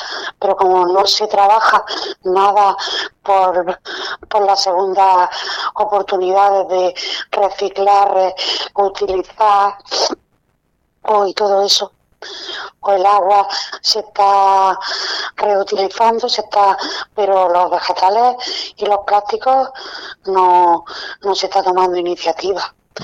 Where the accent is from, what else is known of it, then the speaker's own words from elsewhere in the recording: Almería, Andalusia, Spain; los que somos de Almería y conocemos la feria, la hemos vivido desde niño.